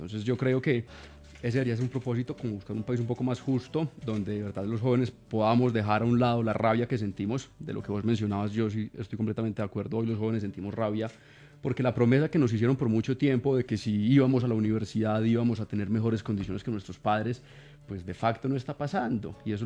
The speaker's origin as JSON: {"language": "Spanish", "town": "Medellín", "region": "Antioquia", "country": "Colombia", "tie": "born there", "said": "Una es la suerte mía porque nací en Medellín, en un hogar, clase media, donde mis papás tuvieron la oportunidad de ser los primeros de su familia en ir a la educación pública."}